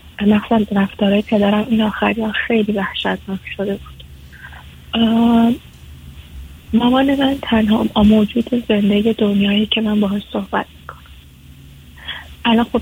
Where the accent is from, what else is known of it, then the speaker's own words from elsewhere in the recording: Iran; now in Canada; خب وقتی که از ایران اومدم.